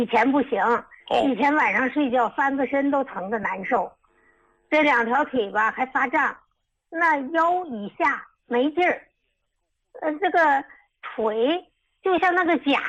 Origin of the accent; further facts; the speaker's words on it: Harbin, Heilongjiang, China; 嘿，李老师，我是哈尔滨的啊。